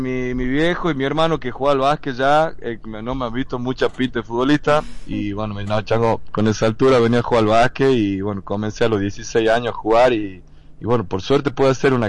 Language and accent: Spanish; Lules, Tucumán, Argentina; Yo soy de Lule y jugaba en Brown al fútbol.